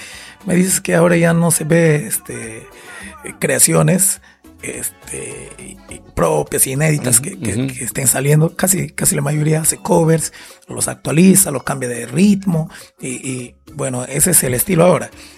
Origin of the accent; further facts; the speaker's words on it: Peru; me hacía recordar mi niñez en Cisa